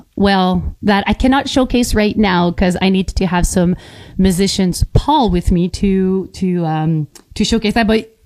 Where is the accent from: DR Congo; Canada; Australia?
Canada; English is a second language; I'm a French Canadian.